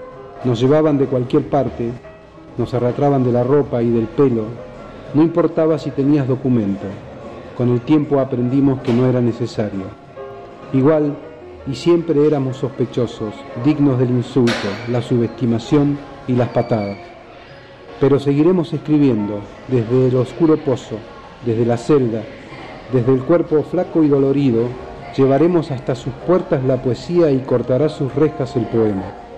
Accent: Neuquén, Argentina; Yo nací en el año 1963, soy neuquino, y mi padre es neuquino, mi abuelo es neuquino, y tengo dos hijos neuquinos.

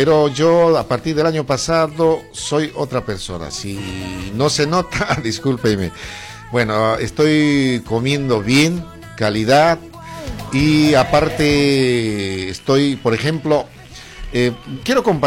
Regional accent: Bolivia; nosotros como bolivianos

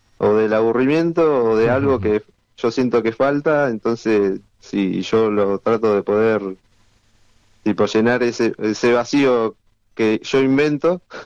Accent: Viedma, Río Negro, Argentina; soy de Viedma, de Río Negro

